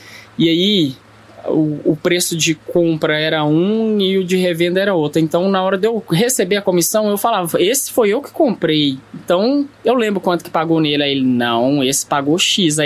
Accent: Belo Horizonte, Minas Gerais, Brazil; Eu nasci e fui criado no Barreiro.

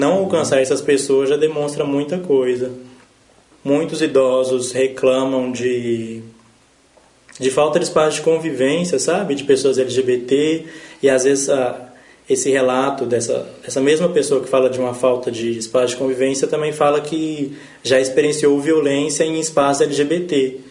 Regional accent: Belo Horizonte, Minas Gerais, Brazil; tenho 22 anos, eu nasci aqui no Barreiro, né? Na verdade, nasci aqui no Júlio Kubitschek.

